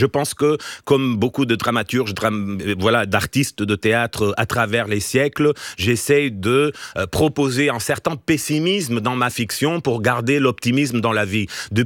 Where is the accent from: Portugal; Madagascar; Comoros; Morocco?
Portugal; French is a second language; moved away as an adult; now in France; moi je suis portugais